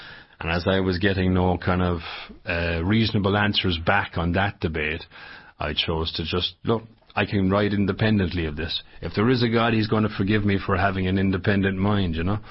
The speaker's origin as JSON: {"language": "English", "country": "Ireland", "tie": "born or raised there", "said": "Okay, I grew up in Ireland. I was born in the 70s. I grew up in the 80s."}